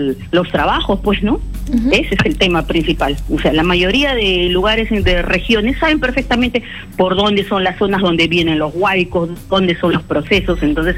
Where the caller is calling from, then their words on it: Peru; creo que como peruanos deberíamos estar preparados